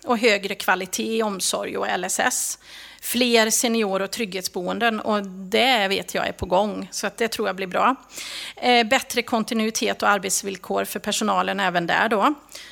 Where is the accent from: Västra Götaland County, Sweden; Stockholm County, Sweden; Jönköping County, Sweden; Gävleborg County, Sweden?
Västra Götaland County, Sweden; Hudene; Jag är från Herrljunga kommun från början. Mm. Från Hudene.